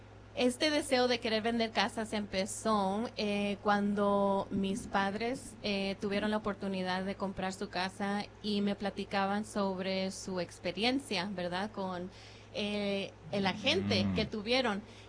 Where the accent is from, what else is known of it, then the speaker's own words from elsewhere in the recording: Mexico; born there; pues, yo soy nacida en México también, ¿verdad?